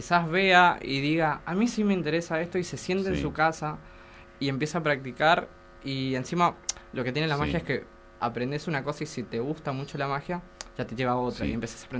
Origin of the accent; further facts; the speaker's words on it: Candelaria, Misiones, Argentina; Yo vengo de Candelaria, por cierto